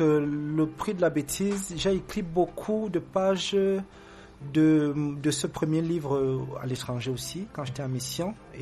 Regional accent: Cameroon; first language Beti; French is a second language; …, qui dans ma langue maternelle, je suis Béti, signifie quelqu'un de pas sérieux

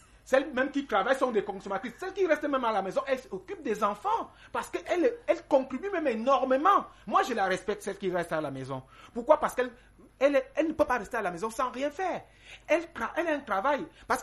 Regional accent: Cameroon; telle que nous sommes Camerounais.

